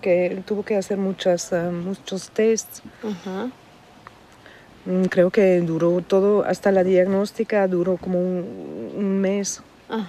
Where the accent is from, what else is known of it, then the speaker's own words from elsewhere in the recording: Switzerland; Spanish is a second language; Mi madre es española, de España. Yo crecí en Suiza, pero lo aprendí como pequeña para hablar con los abuelos y todo, pero olvidé mucho ya.